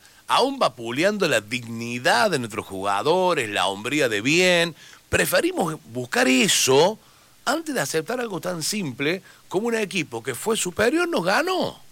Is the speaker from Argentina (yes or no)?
yes; Argentina